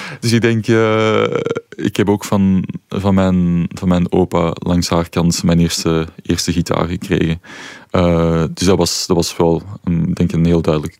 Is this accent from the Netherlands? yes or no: no; Antwerp, Flanders, Belgium; Ik kom uit Antwerpen